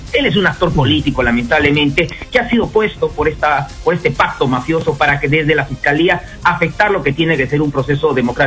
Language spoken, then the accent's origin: Spanish; Arequipa, Peru; Creo que como arequipeños